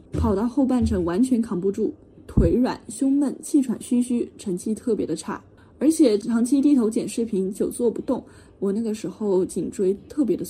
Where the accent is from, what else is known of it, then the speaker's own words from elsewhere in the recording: China; 我从小在大陆长大